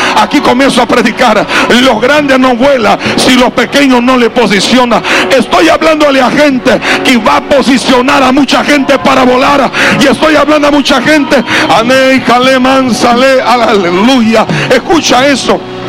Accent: Brazil; Yo, como buen brasileño, levanto mi mano y llamo a la azafata.

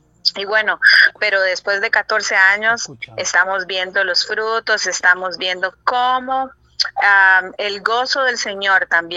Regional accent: Nicaragua; moved away as an adult; now in Southeast Asia; estoy nuevamente en mi tierra del Pinolillo, de lagos y volcanes. Y bueno, sí, desde hace ya 14 años estoy en el sudeste de Asia.

